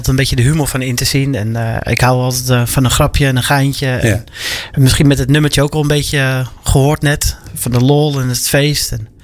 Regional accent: Aalsmeer, North Holland, Netherlands; also born or lived in Amstelveen; echt de basisschool allemaal gehad. De middelbare school dan niet. Want ja, er was toen weinig in Aalsmeer. Daarvoor moest je ook weer naar Amstelveen.

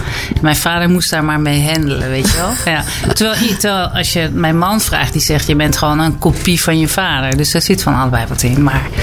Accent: Amstelveen, North Holland, Netherlands; now in Aalsmeer, Netherlands; Ik ben van origine, kom ik uit Amstelveen.

